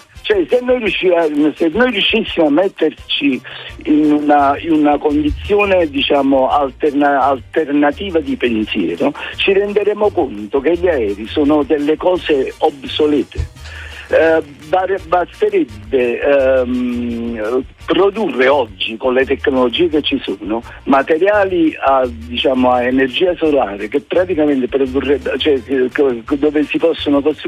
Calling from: Naples, Campania, Italy

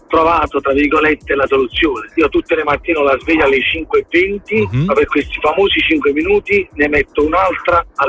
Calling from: Naples, Campania, Italy; … da Napoli

